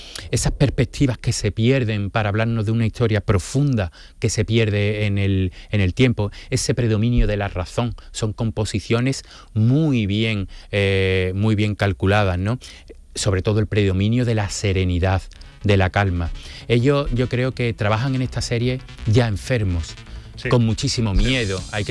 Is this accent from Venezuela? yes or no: no; Andalusia, Spain; nos enorgullece como andaluces de esa tierra milenaria tan rica, tan luminosa.